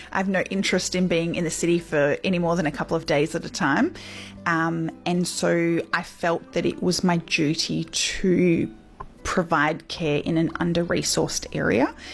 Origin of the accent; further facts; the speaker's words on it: Queensland, Australia; I grew up in North Queensland, and I really felt the effects of there being a paucity of doctors and specialists available.